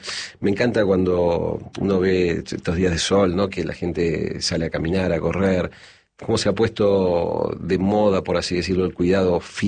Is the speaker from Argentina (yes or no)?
yes; Buenos Aires, Argentina; yo soy de Buenos